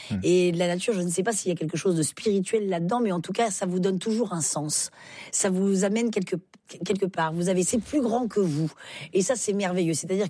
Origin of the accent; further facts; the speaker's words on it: Occitanie, France; Oui, faut dire que je viens des Cévennes. Donc, j'étais plutôt gardienne de chèvres.